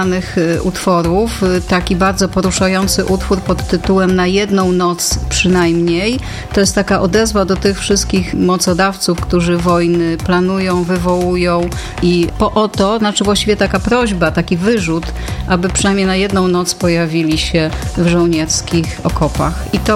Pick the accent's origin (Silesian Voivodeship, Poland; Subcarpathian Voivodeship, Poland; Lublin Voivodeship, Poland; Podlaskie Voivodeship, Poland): Subcarpathian Voivodeship, Poland; Przemyśl; born there; Jestem Przemyślanką zresztą z urodzenia.